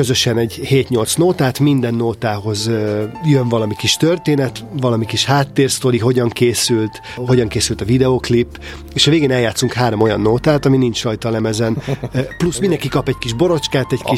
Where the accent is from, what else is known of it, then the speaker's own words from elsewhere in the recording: Hungary; Pedig egy magyar gyerek vagyok.